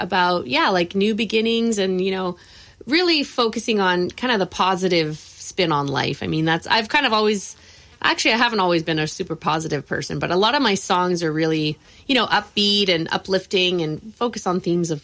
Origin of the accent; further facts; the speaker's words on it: Calgary, Alberta, Canada; moved away as an adult; now in Toronto, Canada; I grew up in Calgary, you know, up until my 20s